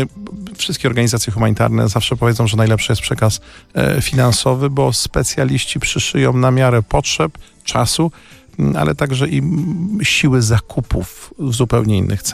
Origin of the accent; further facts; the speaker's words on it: Łódź, Łódź Voivodeship, Poland; Pamiętam odsetek osób w 97 roku, jestem z Łodzi, które przynosiły do Czerwonego Krzyża